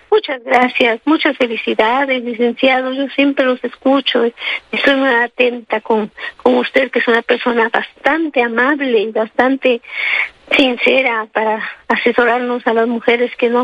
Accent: Xalapa, Veracruz, Mexico; Yo soy de aquí de Jalapa, Veracruz, y he tratado de mandar mensajes, pero no me salen de texto a la difusora

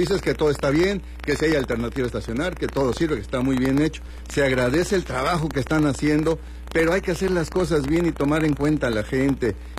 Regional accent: Mexico City, Mexico; Yo también soy de la Ciudad de México y tengo 35 años viviendo aquí y conozco perfectamente Acapulco.

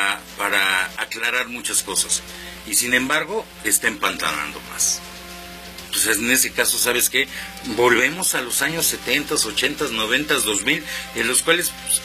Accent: Mexico

